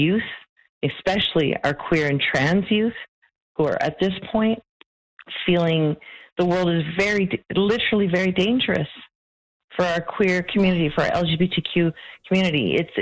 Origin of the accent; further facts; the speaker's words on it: Philippines; moved away; And I'm Filipino and I'm an immigrant